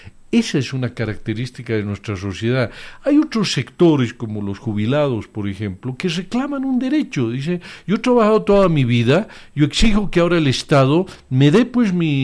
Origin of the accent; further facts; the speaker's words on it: Bolivia; los bolivianos somos empeñosos, trabajadores